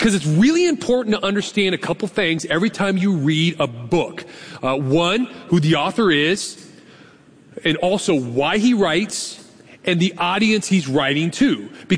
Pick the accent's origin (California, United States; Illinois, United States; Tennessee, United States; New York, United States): California, United States; Carmichael; also born or lived in Sacramento; And when somebody asked me where I was from, I would always say, I'm from Sacramento. Do you know I've never lived one day in my entire life in the city of Sacramento? Not one day. I actually grew up and am from Carmicha